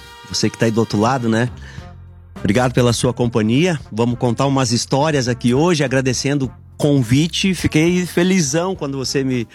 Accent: Porto Alegre, Rio Grande do Sul, Brazil; born there; also born or lived in Viamão; Cara, nasci em Porto Alegre e morei em Viamão até os 4 anos.

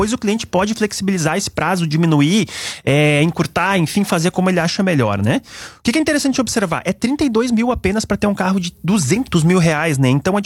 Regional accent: Nova Petrópolis, Rio Grande do Sul, Brazil; pelo menos na minha terra, aqui em Nova Petrópolis, né, não nasce dinheiro em árvore.

